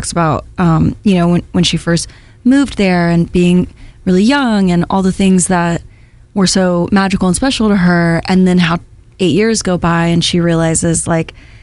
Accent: Texas, United States; moved away as an adult; also born or lived in Los Angeles; I had been in LA for 8 years, mm-hmm. and I'm from Texas, my family's in Texas

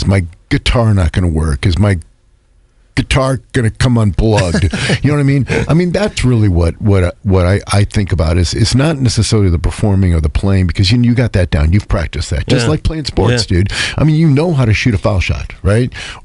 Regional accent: Ohio, United States; Growing up in Northeast Ohio and growing up in Ohio in general

